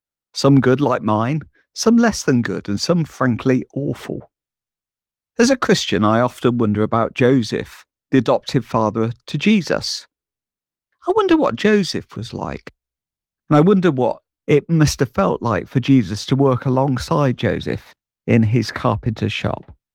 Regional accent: West Midlands, United Kingdom; I'm a vicar from South Warwickshire.

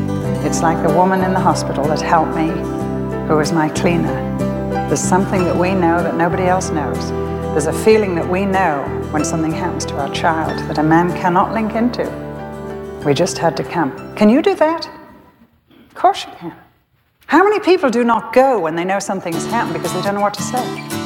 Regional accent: England, United Kingdom; I'm a very private person, I'm English, I don't want to intrude on people's privacy.

